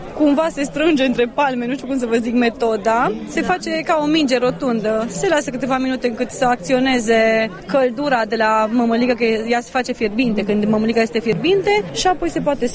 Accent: Băișoara, Vâlcea County, Romania; suntem din Băișoara, județul Vâlcea.

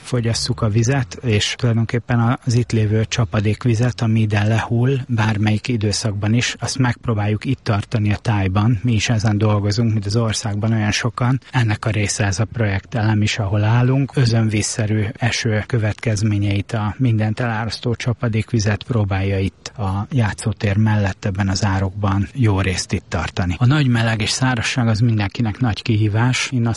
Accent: Budapest, Hungary; Igen, én óbudai vagyok.

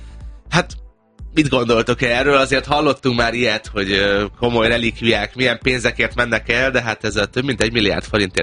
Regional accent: Hungary

